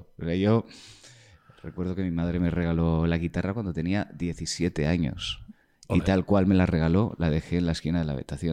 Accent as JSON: {"language": "Spanish", "region": "Balearic Islands", "country": "Spain", "tie": "born or raised there", "said": "y bueno, pues he crecido aquí. Me siento vocacionalmente menorquín."}